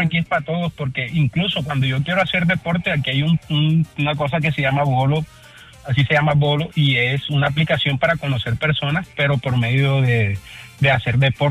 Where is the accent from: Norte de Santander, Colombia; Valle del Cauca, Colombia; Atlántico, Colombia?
Atlántico, Colombia; Barranquilla; Es como una vez allá en cuando estaba en Barranquilla, yo soy de Barranquilla